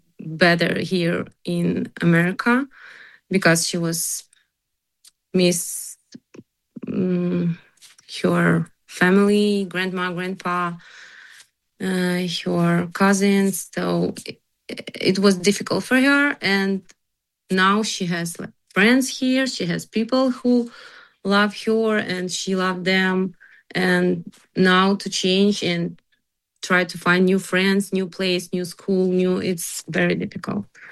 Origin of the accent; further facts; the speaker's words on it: Kyiv, Ukraine; English is a second language; moved away as an adult; now in United States; because we're from Kyiv.